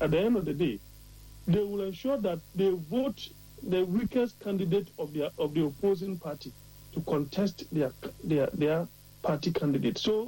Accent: Ghana; I'm a Ghanaian

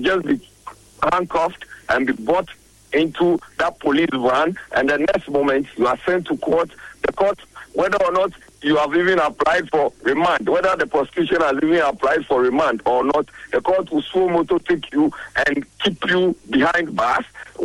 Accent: Ghana

